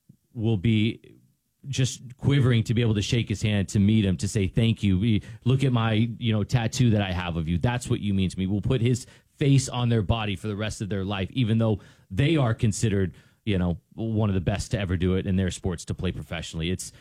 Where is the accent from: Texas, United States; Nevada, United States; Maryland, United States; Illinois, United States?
Texas, United States; Dallas; I'm from Dallas, Texas.